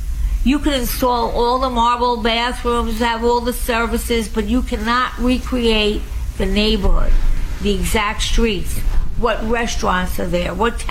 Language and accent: English; Long Island, New York, United States; You know, I was from Long Island, so it wasn't really about transportation because really, if you don't have a car on Long Island, I don't know.